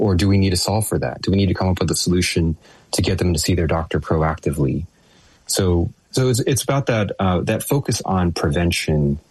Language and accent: English; Texas, United States; I grew up in Texas playing football